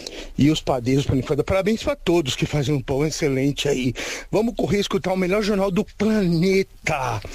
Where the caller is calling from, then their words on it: Bragança Paulista, São Paulo, Brazil; De Bragança Paulista, terra boa é Bragança Paulista